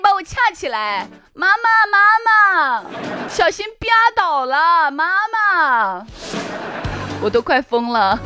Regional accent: Chang'an County, Shaanxi, China; 行不改名，坐不改姓的长安县人啊。

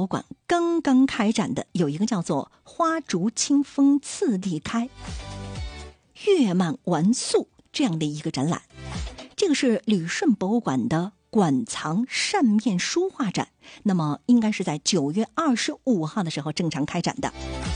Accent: Dalian, Liaoning, China; 也可以尝试安排一下咱们家乡大连的文化之旅。

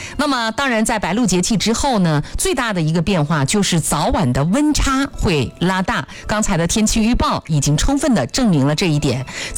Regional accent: Yingkou, Liaoning, China; 当你换一个角度来看我们的家乡，看我们的大辽河的时候

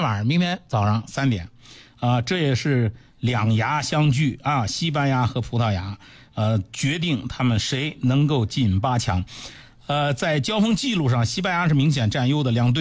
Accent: China; 用我们中国人的话说

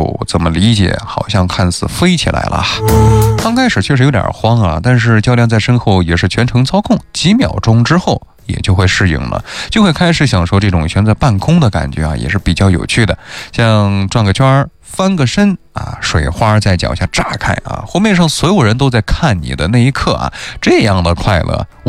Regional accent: Xinjiang, China; 咱们新疆人

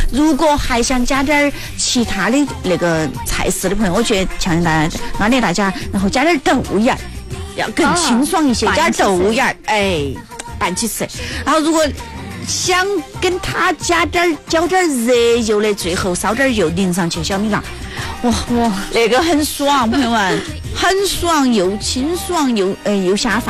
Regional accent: Jiangxi, China; 平时我们江西人还喜欢拿藕来煨汤

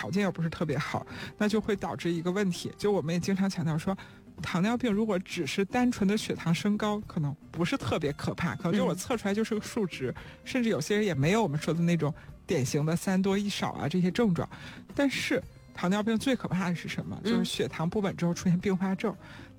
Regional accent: China; 这是我们中国人经常吃的。

